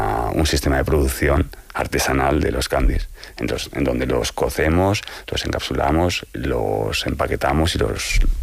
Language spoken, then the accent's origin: Spanish; Brunete, Community of Madrid, Spain; Porque yo me crié allí. O sea, yo pasé de Carabanchel hasta... Luego me crié en Brunete.